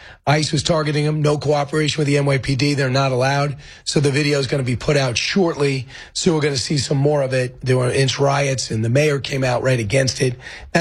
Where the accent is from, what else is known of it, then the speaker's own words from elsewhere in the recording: New York, United States; I'm a New Yorker.